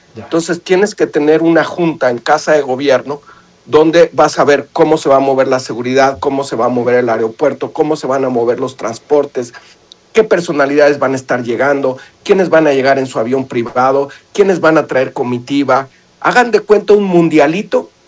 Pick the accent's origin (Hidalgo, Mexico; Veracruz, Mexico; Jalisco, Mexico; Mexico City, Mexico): Jalisco, Mexico; Guadalajara; Todos los que nos sentimos o somos tapatíos